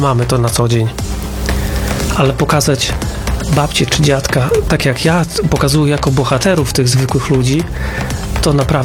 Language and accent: Polish; Mońki, Podlaskie Voivodeship, Poland; born there; Mój tato jest z tych spod stron Narewki, dokładnie miejscowość Mikłaszewo. ja się urodziłem w Mońkach, moja mama pochodzi z miejscowości Krynica, to gmina Czcianne.